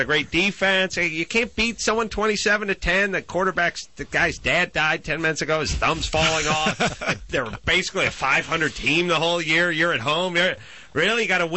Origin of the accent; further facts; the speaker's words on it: Los Angeles, California, United States; I grew up in Los Angeles